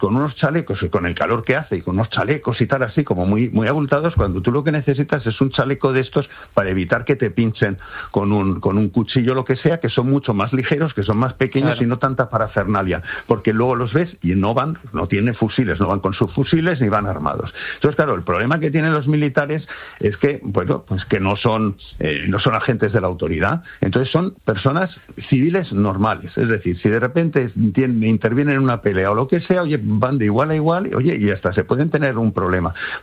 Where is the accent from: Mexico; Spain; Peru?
Spain; Somos españoles, patriotas